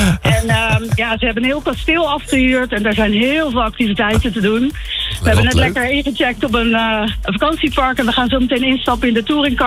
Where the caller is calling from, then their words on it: Sneek, Friesland, Netherlands; wij zijn helemaal vanuit Sneek zijn wij nu naar Limburg gereden.